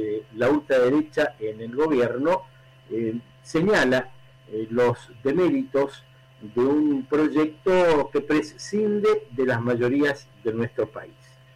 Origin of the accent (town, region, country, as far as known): Argentina